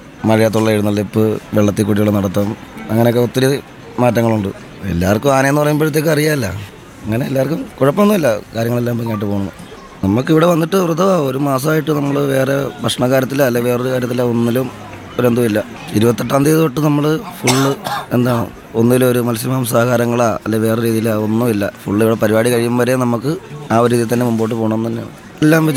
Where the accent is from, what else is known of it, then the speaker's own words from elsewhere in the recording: Cherthala, Kerala, India; ആനയുടെ പേര് ശിവശങ്കരൻ. ആനയുടെ നാട് പത്തനംതിട്ട, ഞങ്ങളുടെ നാട് ചേർത്തല.